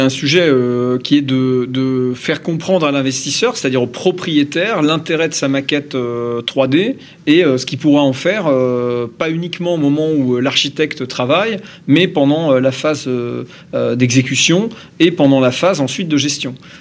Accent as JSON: {"language": "French", "region": "Normandy", "country": "France", "said": "Bon, je vais faire une réponse de Normand, mais je suis Normand."}